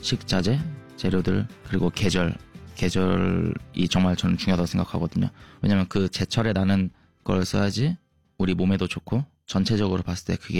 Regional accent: South Korea; also born or lived in Australia; 근데 하지만 저는 한국에서 자라왔기 때문에 그런 맛 경험들이 다 제 기억 속에 있기 때문에

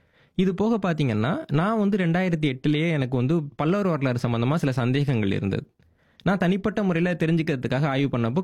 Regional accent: Mannargudi, Tamil Nadu, India; born there; எங்கள் ஊரில் நான் வந்து மன்னார்குடின்ற ஒரு சின்ன ஊரில் தான் பிறந்தேன்.

